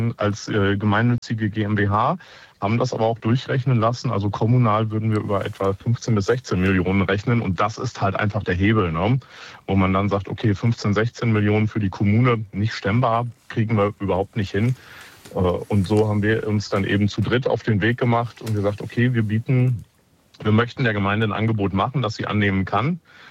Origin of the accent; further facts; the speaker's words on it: Langenberg, North Rhine-Westphalia, Germany; Ja, also ich bin in Langenberg aufgewachsen. Ich bin da geboren, groß geworden und habe selber in dem Schwimmbad schwimmen gelernt.